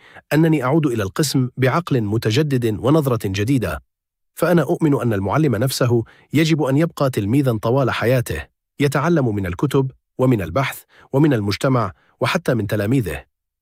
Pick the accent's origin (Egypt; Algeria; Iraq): Algeria; Hadd Sahari, Djelfa Province; born there; moved away as an adult; now in Ghardaia, Algeria; أعمل في ولاية غردايا، وهي منطقة تقع في شمال الصحراء الجزائرية، وتبعد عن مسقط رأسي في دائرة حد الصحاري بولاية الجلفة حوالي 400 كيلومتر.